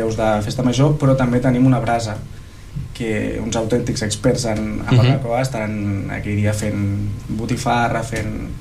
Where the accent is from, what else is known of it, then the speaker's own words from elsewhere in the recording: Tordera, Catalonia, Spain; som del veïnat de Sant Daniel, no a Tordera Poble, i això a vegades és un hàndicap.